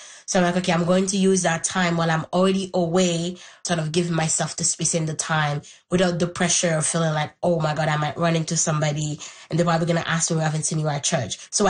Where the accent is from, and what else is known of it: Haiti; born or raised there; first language Haitian Creole; English is a second language